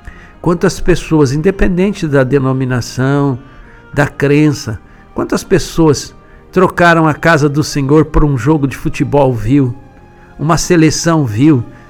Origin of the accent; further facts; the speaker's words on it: Brazil; eu sou brasileiro